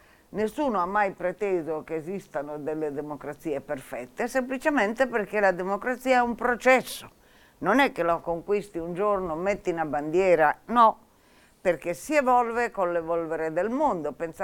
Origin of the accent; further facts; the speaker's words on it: Bra, Piedmont, Italy; io sono di Brache, o meglio di una frazione